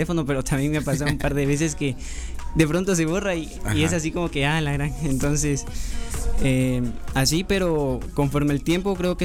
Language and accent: Spanish; Cobán, Alta Verapaz, Guatemala; Yo soy de aquí de Cobán, Alta Verapaz.